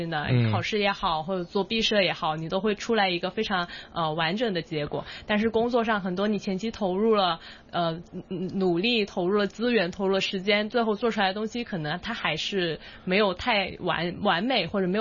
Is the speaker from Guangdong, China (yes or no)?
yes; Guangzhou, Guangdong, China; first language Cantonese; moved away as an adult; now in Hong Kong; 因为我本身是广州人嘛，其实粤语也算是我的母语之一。